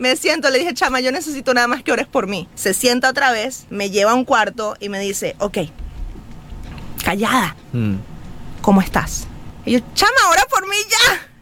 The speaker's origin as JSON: {"language": "Spanish", "country": "Venezuela", "said": "como decimos en Venezuela"}